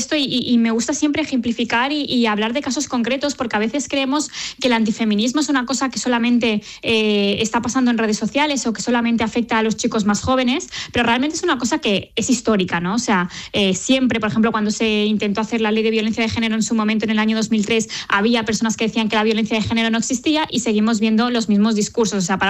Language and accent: Spanish; Lleida, Catalonia, Spain; la Asociación Feminista de Lleida, que es de donde soy